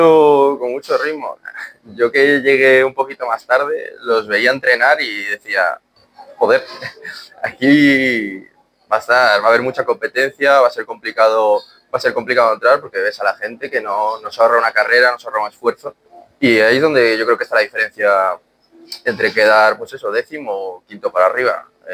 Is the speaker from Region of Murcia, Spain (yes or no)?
no; Galicia, Spain; Y yo que soy pues el gallego de toda la vida, Compostela sabemos quién es.